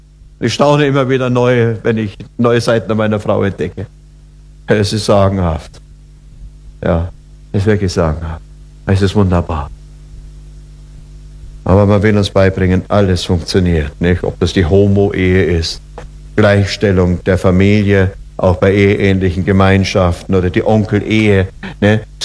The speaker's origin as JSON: {"language": "German", "town": "Oberammergau", "region": "Bavaria", "country": "Germany", "tie": "born or raised there", "said": "ich bin auf dem Dorf aufgewachsen in Oberammergau."}